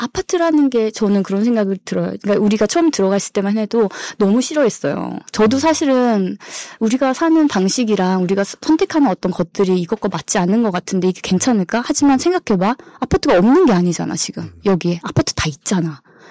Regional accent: New Zealand; also born or lived in South Korea; 저 같은 경우는 뉴질랜드에서 자랐고 초등학교 때까지만 한국에서 있었고 뉴질랜드에서 모든 학교를 다녔고

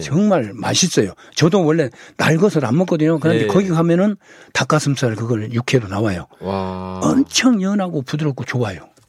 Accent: Haenam, South Jeolla, South Korea; also born or lived in Seoul; now in Iksan, South Korea; 원래 고향이 해남이거든요.

